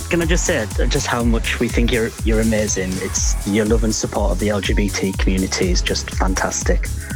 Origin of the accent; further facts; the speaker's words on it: North West England, United Kingdom; born there; moved away as an adult; now in Nottingham, United Kingdom; No, I was born in Cumbria.